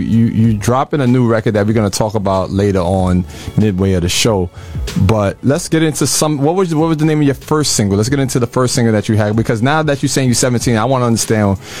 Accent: New York City, New York, United States; I'm from the Bronx.

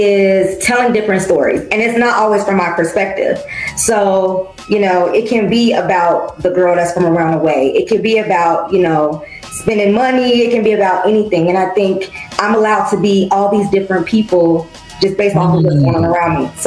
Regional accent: Chicago, Illinois, United States; Favorite food, I'm from Chicago.

